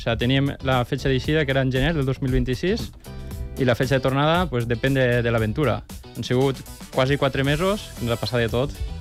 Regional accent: Benigànim, Valencian Community, Spain

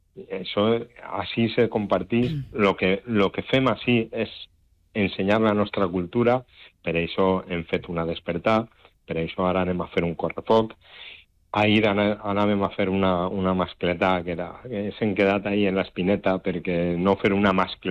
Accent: Torrent, Valencian Community, Spain; jo soc de València, soc de Torrent

